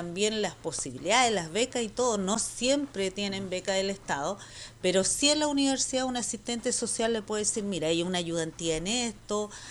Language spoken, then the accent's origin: Spanish; Chiloé, Los Lagos, Chile; nosotros que somos de Chiloé.